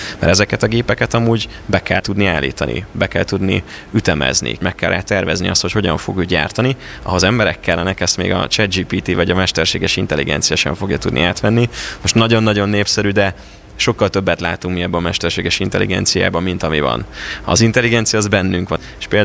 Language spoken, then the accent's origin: Hungarian; Ajka, Veszprém County, Hungary; Én például Ajkáról származom, ez egy bányászváros.